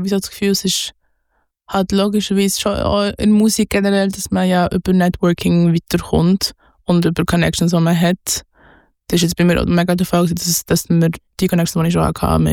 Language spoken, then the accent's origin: German; Bern, Switzerland; am Anfang bin ich ja wie in Bern aufgewachsen, also eigentlich deutschsprachige Stadt. Aber auch bei der Franzschule und auch mit französischem Fernsehen, mit französischer Musik, mit französischen Büchern und all die Classics und alles aufgewachsen.